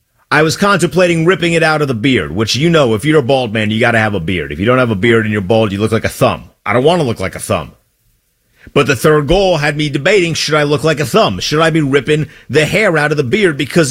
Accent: United States; I'm American.

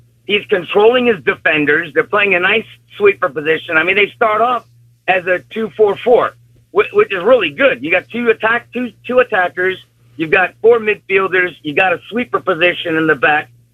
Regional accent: Miami, Florida, United States; born there; I was born in Miami. Okay. My mother's Croatian, my father's German.

